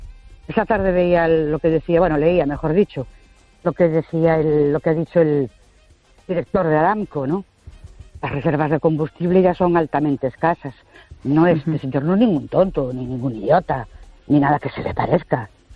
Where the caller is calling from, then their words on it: Ourense, Galicia, Spain; Buenas noches … de Ourense.